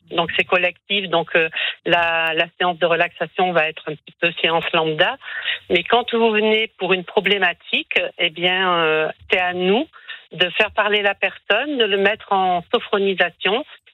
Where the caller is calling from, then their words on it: La Rochelle, Nouvelle-Aquitaine, France; J'habite à La Rochelle, oui, tout à fait.